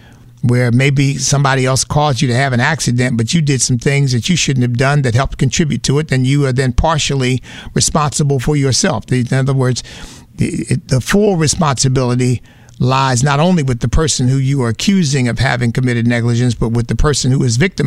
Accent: United States; because, in large measure, because I'm an American, of course, in part because I made up my mind at a fairly young age that I was going to take advantage of the opportunities this country provided for me

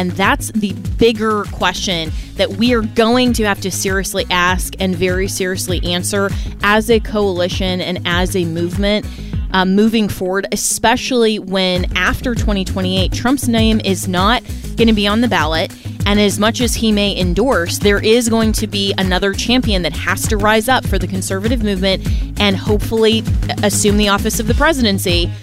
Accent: Florida, United States; even in my home state of Florida.

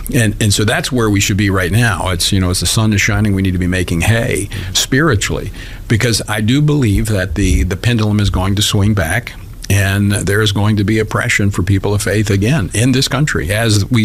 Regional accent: Louisiana, United States

